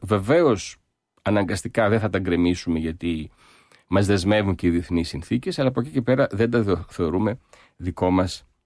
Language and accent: Greek; Myrina, North Aegean, Greece; στην ιδιαίτερη πατρίδα μου, στη Λίμνο, στη Μύρινα.